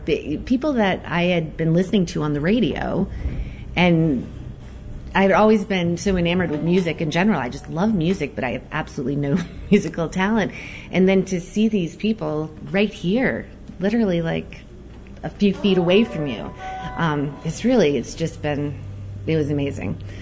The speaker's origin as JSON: {"language": "English", "town": "Bethel", "region": "Maine", "country": "United States", "tie": "born or raised there", "also_born_or_lived": "Boston", "lives_now": "Brownfield, United States", "said": "I grew up in Bethel, Maine. And I moved away, went to school in Boston, and then ended up back. And I, back in Maine, I was living in Brownfield"}